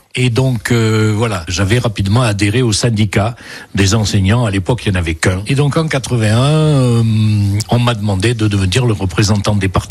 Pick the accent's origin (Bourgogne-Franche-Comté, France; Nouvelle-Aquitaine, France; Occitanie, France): Nouvelle-Aquitaine, France; Brive-la-Gaillarde; born there; now in Montignac, France; Je suis né exactement à Brive-la-Gaillarde. Mon père était instituteur rural dans le Terrassonnais. Ma mère était la fille du boulanger de la Dornac. Je n'ai jamais quitté Montignac.